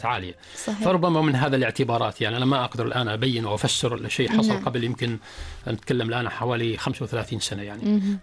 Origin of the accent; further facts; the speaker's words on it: Oman; طبعا أنا من مواليد 1973، فإحنا نشأنا في بيئة متناهية في البساطة. ولكن في هذاك الوقت يعني كانت عمان تنمو وتنمو بسرعة